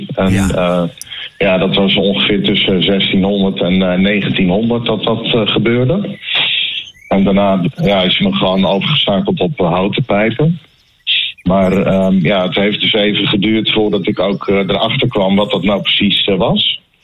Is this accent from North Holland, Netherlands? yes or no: no; Maartensdijk, Utrecht, Netherlands; now in De Meern, Netherlands; in mijn dorp waar ik opgroeide